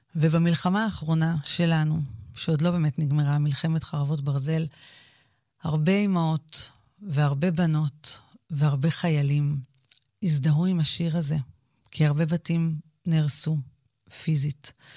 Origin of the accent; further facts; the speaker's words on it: Tel Aviv, Tel Aviv District, Israel; בבית בו גדלתי בתל אביב